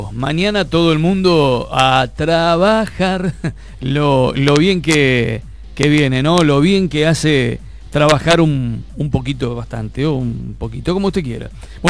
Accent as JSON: {"language": "Spanish", "country": "Argentina", "said": "somos así, muy argentinos."}